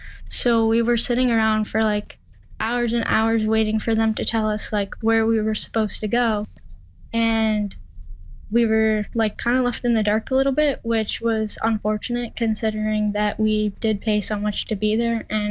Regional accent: Kenora, Ontario, Canada; moved away as an adult; I'm from a small town called Kenora, Ontario. It's close to the Manitoba border.

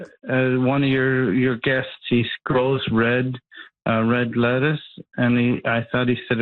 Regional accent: Baie-D'Urfé, Quebec, Canada; And the West Island, I grew up, spent a lot of my life in Bay Durfee. And the western part of the island and all west, the black soil.

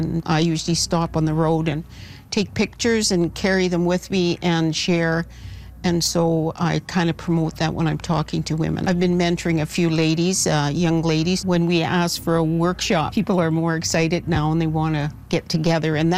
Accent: Qu'Appelle Valley, Saskatchewan, Canada; growing up in the Qu'Appelle Valley around the lake and all the nature that we grew up in. Living by the lake is such a special thing.

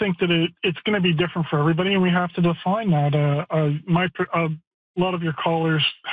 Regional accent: the Maritimes, Canada; moved away as an adult; now in Delta, Canada; I grew up in the Maritimes, and I've lived in 7 different provinces, and I'm a Gen Xer. I'm approaching 50.

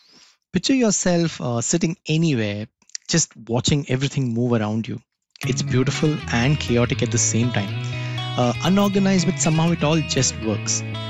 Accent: Mumbai, Maharashtra, India; moved away; I grew up in Bombay and spent my formative years there.

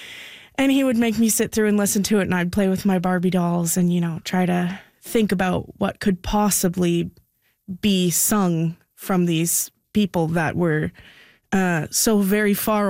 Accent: South River, Ontario, Canada; we are from South River, but we're about 45 minutes outside of the town in a unorganized township called Lount.

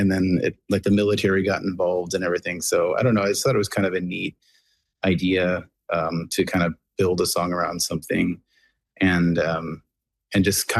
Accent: Clark's Harbour, Nova Scotia, Canada; Because it was always the Shag Harbor, and I always knew the town as Clark's Harbor

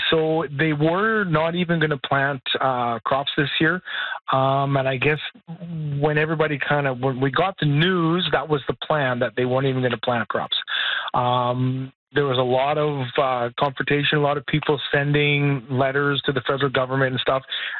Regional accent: Indian Head, Saskatchewan, Canada; Because we're Indian Head, the beautiful. It's a great town. I mean, I've lived here all my life, and I will stay here. It's a wonderful community.

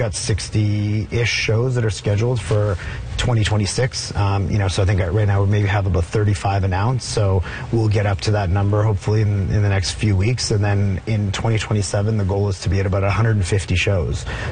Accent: Ottawa, Ontario, Canada; I mean, I'm from Ottawa

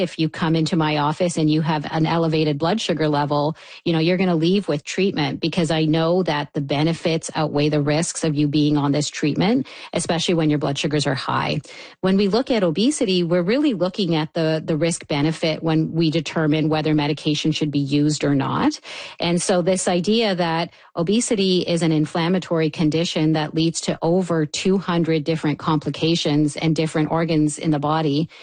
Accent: Canada

